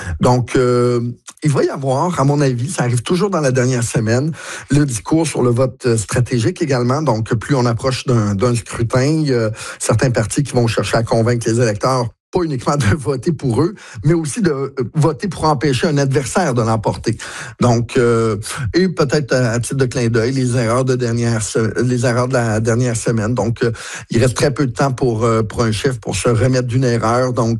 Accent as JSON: {"language": "French", "region": "Quebec", "country": "Canada", "said": "particulièrement même chez nous au Bas-Saint-Laurent, dans l'ouest du Bas-Saint-Laurent."}